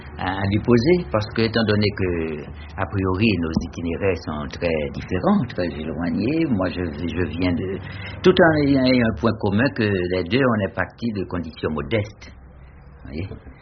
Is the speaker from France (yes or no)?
no; Jacmel, Sud-Est, Haiti; j'ai eu d'autres choses dans mon enfance, à Jacmel, en Haïti, le besoin de sortir de l'île et d'être un homme d'action.